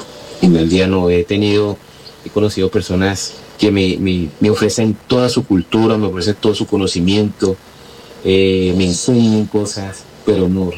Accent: Huila, Colombia; moved away as an adult; now in Gandia, Spain; soy colombiano del departamento del Huila, de Gazón. La tierra está llena de fantasía, de magia, de colores, de sabores.

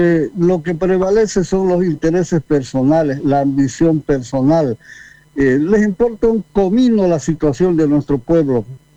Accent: Montero, Santa Cruz, Bolivia; soy de Montero

